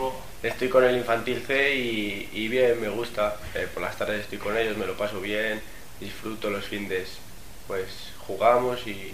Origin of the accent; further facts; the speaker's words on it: Castile and León, Spain; yo soy de aquí, de Castilla y León